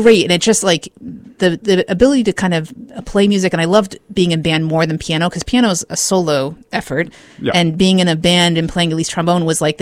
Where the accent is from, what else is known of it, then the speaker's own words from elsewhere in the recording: Barre, Vermont, United States; I grew up in Barry City